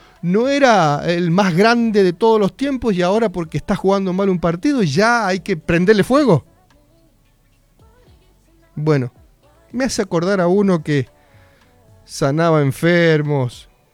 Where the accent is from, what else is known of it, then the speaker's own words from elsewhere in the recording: Argentina; que la Argentina son todos pechos fríos, porque somos así.